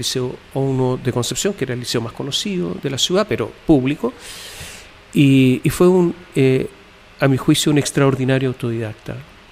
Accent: Italy; also born or lived in United States

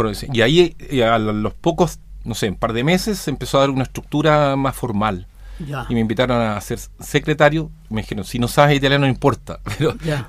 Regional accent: Chile; amo Chile, pero también me siento italiano. Yo me siento italiano.

